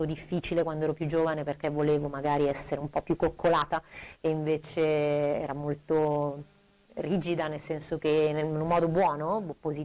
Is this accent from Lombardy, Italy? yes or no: yes; Lecco, Lombardy, Italy